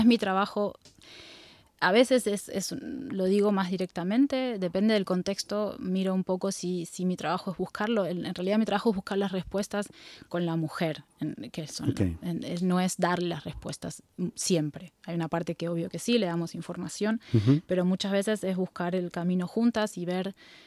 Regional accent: Buenos Aires Province, Argentina; born or raised there; now in Europe

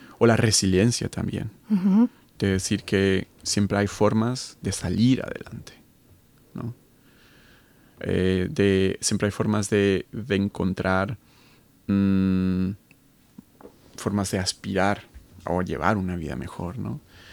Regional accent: Colombia; now in Tübingen, Germany; soy colombiano

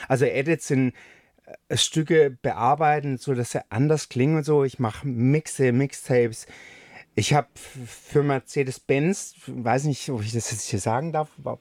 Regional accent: Stuttgart, Baden-Württemberg, Germany; Ich bin aus Stuttgart.

